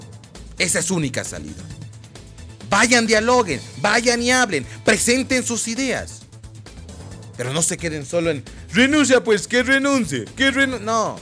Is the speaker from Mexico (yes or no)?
no; Bolivia; Somos ciudadanos bolivianos